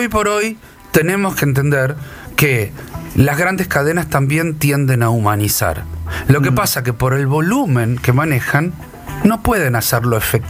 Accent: Argentina; Nosotros como argentinos tenemos ciertas características que nos hacen que están dentro de nuestro paraguas cultural.

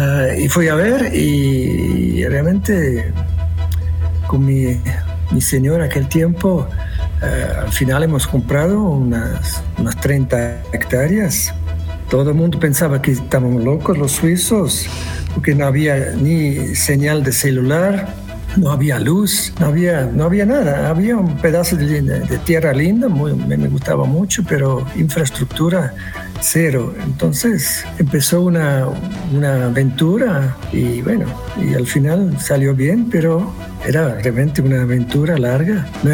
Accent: Switzerland; Spanish is a second language; moved away as an adult; now in Cachi, Argentina; yo soy de Suiza, por eso tengo ese acento.

